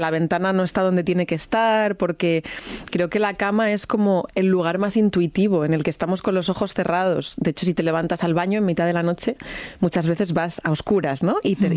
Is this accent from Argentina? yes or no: no; Madrid, Community of Madrid, Spain; Yo soy de Madrid, pero mis padres son de Extremadura. Bueno, mis abuelos maternos eran de Cuenca, los paternos de Extremadura.